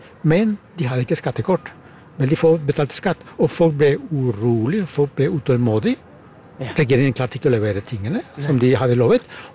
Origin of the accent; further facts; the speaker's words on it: Germany; Norwegian is a second language; also born or lived in Spain; Ja, jeg er opprinnelig tysk.